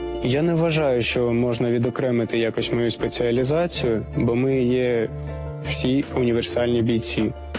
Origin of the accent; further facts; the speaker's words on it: Ternivka, Dnipropetrovsk Oblast, Ukraine; Я родом з Дніпропетровської області, місто Тернівка, шахтарське містечко, працював на шахті.